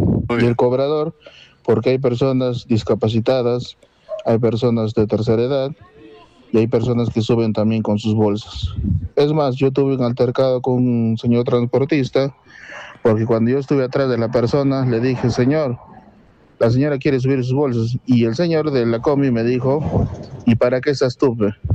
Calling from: Arequipa, Peru; Yo como ciudadano peruano y arequipeño, estoy de acuerdo en pagar $1.30

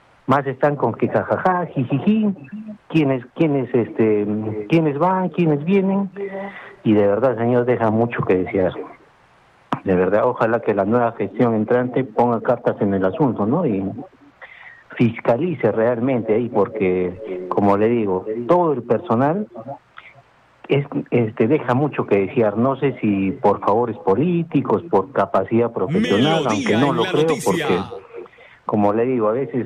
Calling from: Sachaca, Arequipa, Peru; yo vivo en Sachaca, soy un contribuyente.

